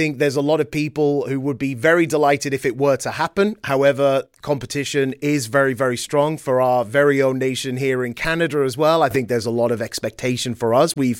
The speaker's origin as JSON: {"language": "English", "region": "England", "country": "United Kingdom", "said": "Well, in my home country, you know, there's a lot of expectation of that England national team."}